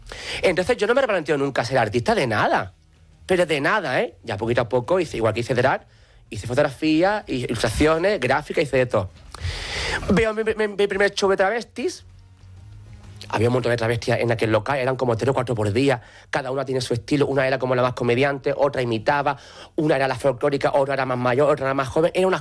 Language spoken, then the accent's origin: Spanish; Alcalá de los Gazules, Andalusia, Spain; pero yo vivía entonces aún en mi pueblo, en el Alcalde de los Gazules.